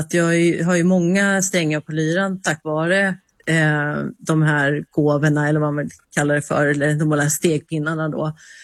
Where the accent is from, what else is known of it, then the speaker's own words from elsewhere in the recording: Sweden; Men jag är ju uppvuxen i Sverige och född här, så att ja, det är väldigt närvarande.